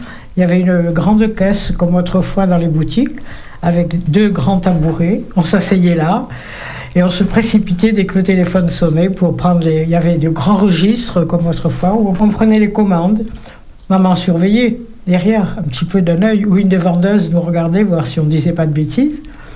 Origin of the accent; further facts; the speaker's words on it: Oran, Oran Province, Algeria; born there; Je suis née à Oran, en Algérie, avec des parents qui travaillaient beaucoup, qui avaient des pâtisseries.